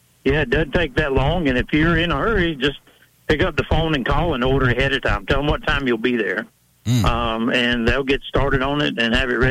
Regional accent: East Coast, United States; I grew up on the East Coast, so I've had a chance to have it for a lot of years.

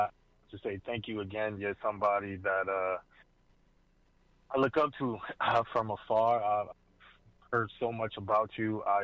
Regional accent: Brooklyn, New York, United States; So I am originally from Brooklyn. Son of preachers, grandson of preachers.

